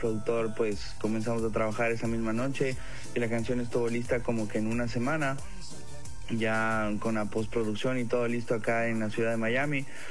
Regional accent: Ecuador; now in United States; Yo me mudé de Ecuador hace 5 años. Estamos viviendo acá en Estados Unidos, exactamente en Florida.

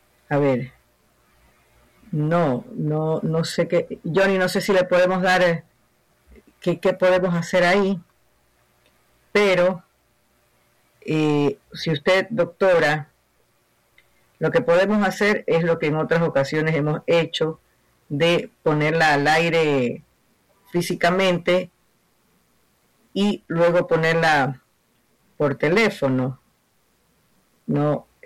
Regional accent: Guayaquil, Guayas, Ecuador; esto como ciudad de Guayaquil nos importa mucho, como guayaquileños nos importa mucho

